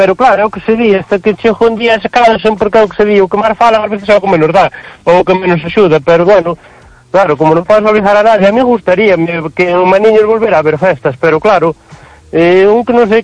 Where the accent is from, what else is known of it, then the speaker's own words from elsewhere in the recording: Fene, Galicia, Spain; eu son de Fene, maniños, viví moitos anos a la...